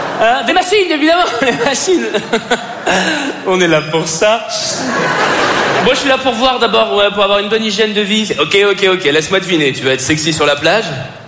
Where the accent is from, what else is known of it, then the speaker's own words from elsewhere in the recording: Paris, Île-de-France, France; Parce que je suis parisien et superficiel. Wouh! J'habite une ville, il fait gris 300 jours par an.